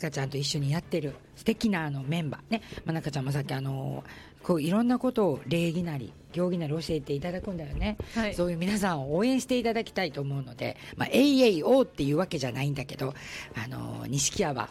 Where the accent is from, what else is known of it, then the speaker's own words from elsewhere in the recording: Osaka, Japan; 若干ね私も大阪人なのでズケズケと、KY とか全然、普通に行くんで